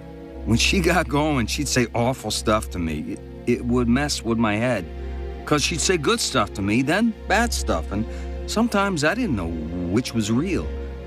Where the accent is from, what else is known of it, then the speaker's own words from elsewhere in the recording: Berwyn, Illinois, United States; born there; I was born in Berwyn, west side of Chicago.